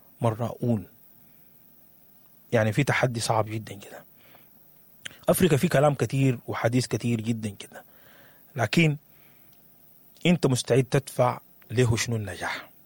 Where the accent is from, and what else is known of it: Sudan